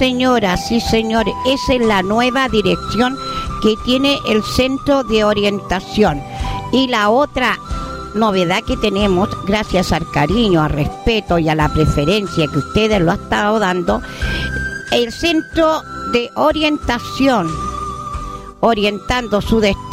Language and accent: Spanish; Chile; entonces nosotros como buenos chilenos..